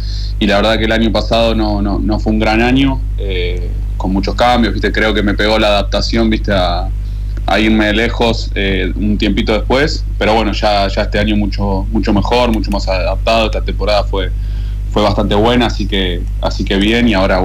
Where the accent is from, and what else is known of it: Argentina; now in Castellón, Spain